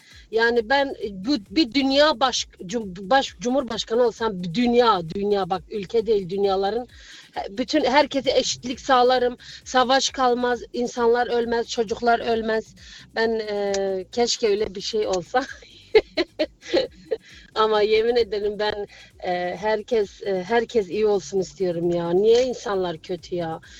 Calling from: Frankfurt, Hesse, Germany; Değil ya, ben Frankfurt'tan, aynen, ben sizi her zaman dinliyorum.

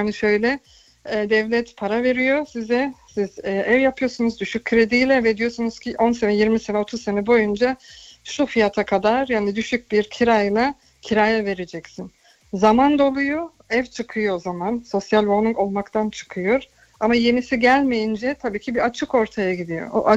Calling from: Magdeburg, Saxony-Anhalt, Germany; Magdeburg'dan arıyorum.

